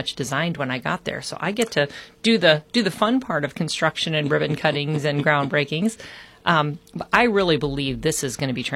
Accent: Illinois, United States; I'm from Putnam County originally

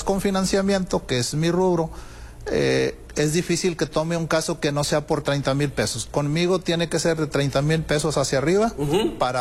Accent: Sabinas, Coahuila, Mexico; No, señor, yo vengo desde Sabinas, Coahuila. Uh-huh. Ahí hemos manejado algo de la operación en la cuenca carbonífera.

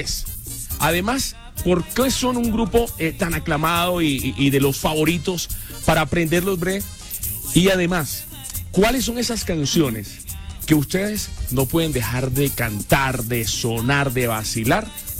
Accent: Barranquilla, Atlántico, Colombia; Vea, yo vengo de Barranquilla y lo primero que me dijeron fue: papi, aquí ibas a pasar a sabroso

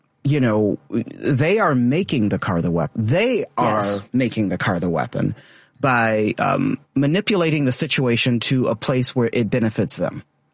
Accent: Arkansas, United States; I'm from Arkansas.

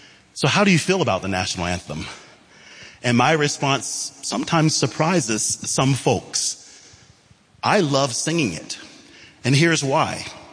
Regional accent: Georgia, United States; Well, I grew up in Georgia and our baseball team, the Atlanta Braves. And I bring that up because growing up in Georgia, my first profession was as a middle school educator.

